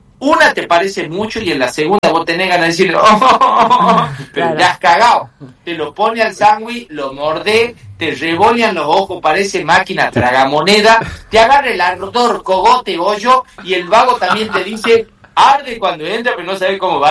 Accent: San Miguel de Tucumán, Tucumán, Argentina; yo nazco en el 78 acá en Tucumán

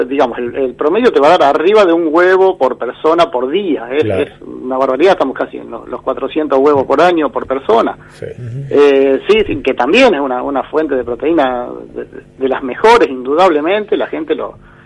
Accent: Argentina; para los argentinos, que somos, claro, muy del asadito

